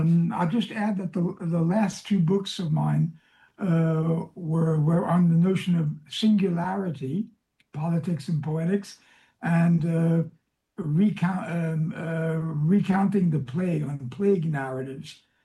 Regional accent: New York City, New York, United States; I was in New York City, growing up in New York City, where there was a lot of sympathy for socialist ideas.

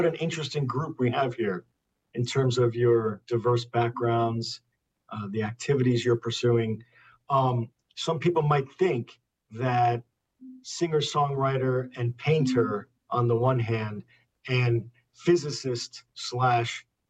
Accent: New York, United States; born there; moved away; I have been hosting Morningside Now, as I said. I'm a native of Morningside Heights, was born here, partly raised here, came back in the late 80s.

